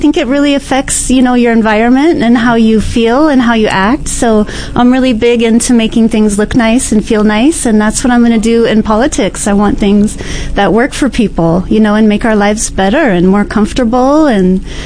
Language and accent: English; Lakewood, Colorado, United States; moved away as an adult; also born or lived in Englewood, Colorado / San Diego, California / New York City; now in Denver, United States; I'm born here in Inglewood, grew up in Lakewood, Littleton area, graduated Chatfield High School, and went to Metro State in Denver a little bit before I wanted to see the world a little more and went out to Southern California, San Diego State.